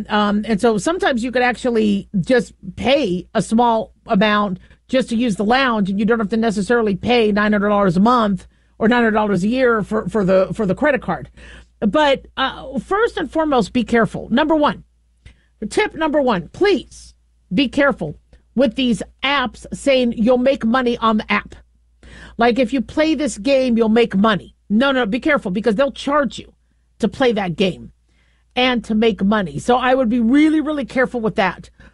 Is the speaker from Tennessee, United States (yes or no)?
no; Phoenix, Arizona, United States; I remember Circle K when I grew up in Phoenix, Arizona, and we're seeing a lot of Circle K's in my area.